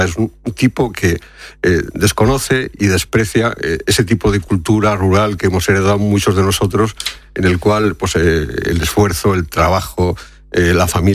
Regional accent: Fermoselle, Castile and León, Spain; el barrio de mi pueblo, de Fermoselle, se llama Alto Santa Colomba.

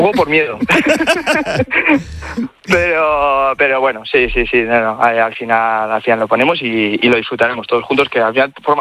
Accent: Langreo, Asturias, Spain; De la cuenca de Langreo, cuenca minera.

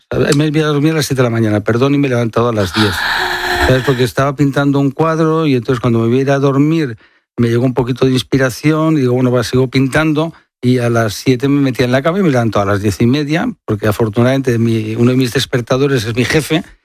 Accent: Barcelona, Catalonia, Spain; en mi tierra, Barcelona, y por tanto, desde jovencito hasta ahora

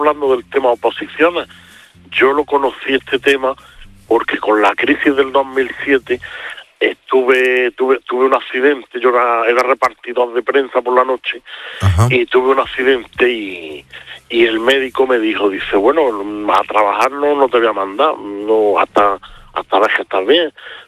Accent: Spain; pero yo soy típica de España. A mí no me saques de la dieta mediterránea.

